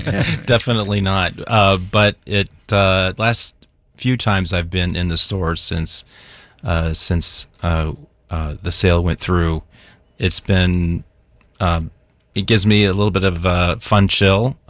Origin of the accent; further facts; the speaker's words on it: Pasadena, California, United States; also born or lived in Eagle Rock, Los Angeles / Hacienda Heights; I was born in Pasadena, over at Huntington Hospital, and lived in Eagle Rock and also in the San Gabriel Valley in Hacienda Heights.